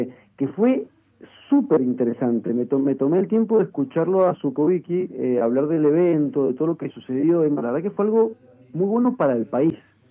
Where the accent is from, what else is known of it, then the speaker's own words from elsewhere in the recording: Argentina; Nosotros no estamos acostumbrados, ahora me pongo como título argentino, uh-huh, a un partido de la oposición que banque un gobierno cuando las papas queman y critique cuando hay que criticarlo.